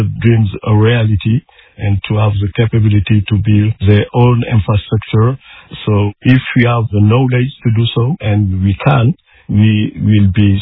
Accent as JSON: {"language": "English", "country": "Senegal", "said": "from Senegal."}